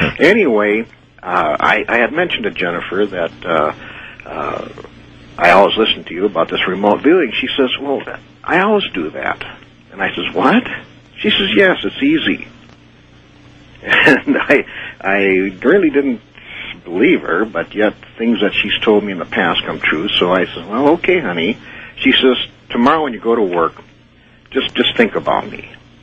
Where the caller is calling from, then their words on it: Pahrump, Nevada, United States; And I'm calling from Kingdom of Nai, Pahrump.